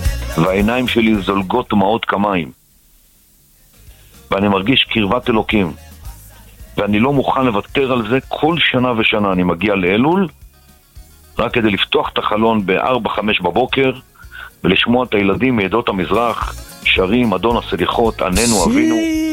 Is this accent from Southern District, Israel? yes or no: no; Jerusalem, Jerusalem District, Israel; אני שם נולדתי.